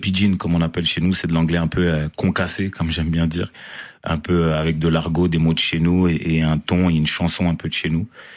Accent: Marseille, Provence-Alpes-Côte d'Azur, France; born there; Moi, je suis né quand même en 1996, je suis né à Marseille, donc ils arrivent à Paris, à Marseille, je crois

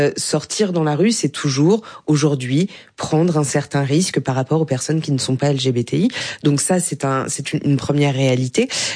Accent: France

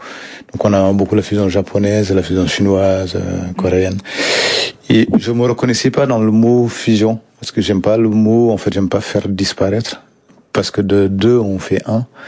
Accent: Wotchi, Mauritania; born or raised there

